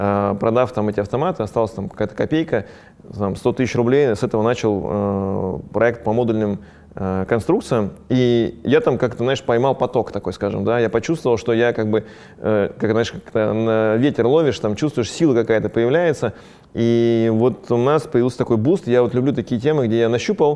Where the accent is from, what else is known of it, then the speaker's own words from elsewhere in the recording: Semey, Abai Region, Kazakhstan; born there; я вообще родился в Казахстане, там, в городе Семипалатинск, там, да, и это был очень маленький городок, где был всесоюзный полигон ядерных испытаний был, то есть не самое благоприятное место, где можно было бы вообще родиться и развиваться.